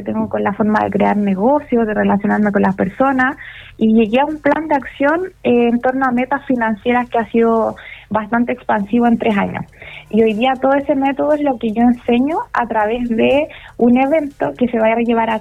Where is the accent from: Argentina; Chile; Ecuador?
Chile; Rancagua, O'Higgins; moved away; Yo actualmente vivo fuera de Rancagua, pero nací en Rancagua, me crié allá y tengo una relación muy cercana con muchas personas